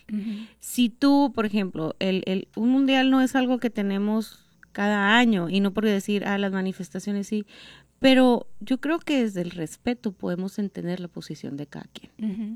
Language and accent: Spanish; Mexico; como somos los mexicanos de que sabemos acoger a todos